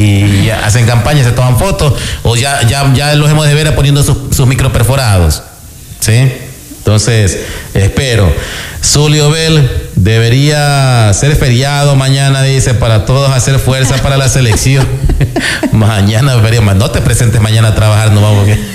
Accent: Ecuador

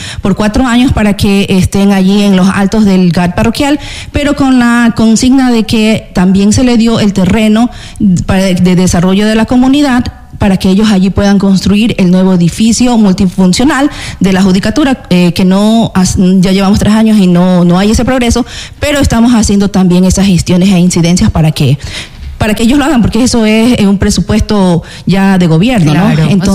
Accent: Manglaralto, Santa Elena, Ecuador; dentro de nuestra parroquia Manglar Alto.

